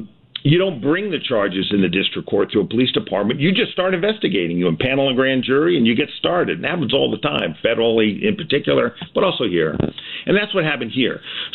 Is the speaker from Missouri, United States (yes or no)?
no; Jamestown, Rhode Island, United States; And those clerks, particularly in the small towns like Jamestown, my hometown, it's so small, there aren't a lot of signatures to compare